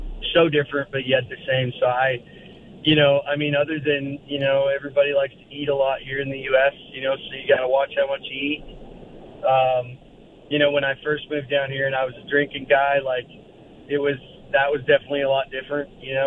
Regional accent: Alberta, Canada; moved away as an adult; now in Nashville, United States; I grew up in Northern Alberta, and if I was playing hockey, I was popular

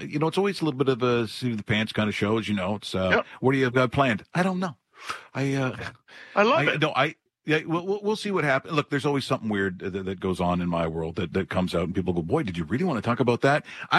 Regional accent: Ireland; I'm Irish, so swearing's an art form.

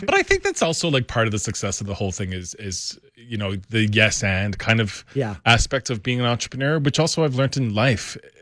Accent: Newfoundland and Labrador, Canada; You know, I don't know if it's because I'm from Newfoundland, and I'm not sure what I mean by this

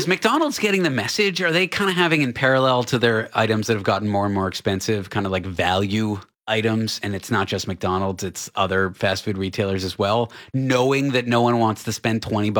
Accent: Canada; I'm from Canada. There's a spot called Tim Hortons, which kind of has their more affordable items than other comparable places.

